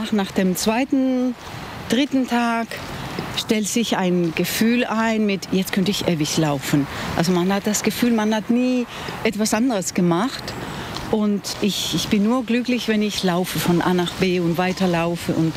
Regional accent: Spain; now in Lübeck, Germany; Ich komme selber aus Spanien

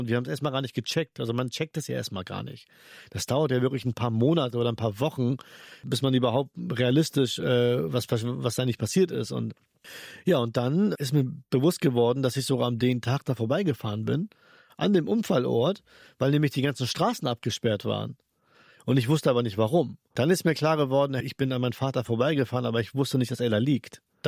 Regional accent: Henstedt-Ulzburg, Schleswig-Holstein, Germany; born or raised there

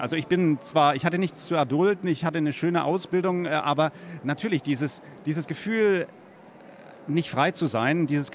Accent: Dresden, Saxony, Germany; Studium an anderen Orten als in meiner Heimatstadt Dresden, was auch ein wunderbarer Ort zum Musikstudium war.

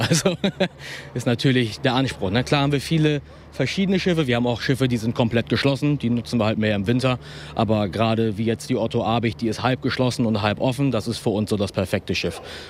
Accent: Lower Saxony, Germany; now in Hamburg, Germany; Ich komme ursprünglich aus Ostfriesland, von der Insel. Und dann bin ich nach Hamburg gezogen

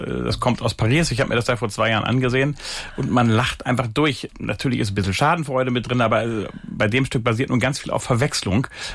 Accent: Germany; Ich bin ja auch Deutscher

